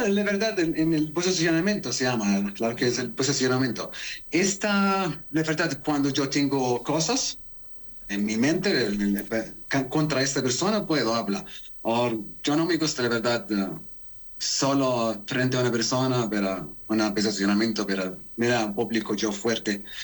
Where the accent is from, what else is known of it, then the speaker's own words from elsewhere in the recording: Saudi Arabia; Spanish is a second language; una persona normal, de la Arabia Saudita. Mi mamá tiene sangre italiano, mi papá es de la Arabia Saudita.